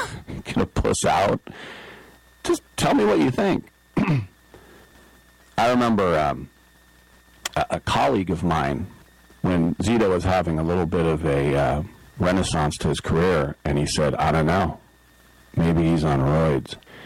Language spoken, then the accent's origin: English; South Dakota, United States; North Dakota? How dare you? I'm from South Dakota.